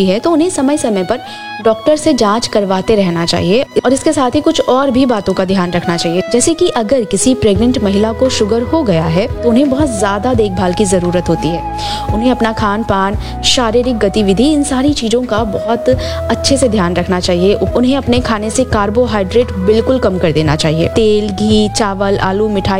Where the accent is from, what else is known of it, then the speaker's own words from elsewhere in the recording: Bhagalpur, Bihar, India; दोस्तों हम भागलपुर से हैं और भागलपुर की बात करें तो यहाँ बहुत सारे ऐसे बिल्डिंग्स हैं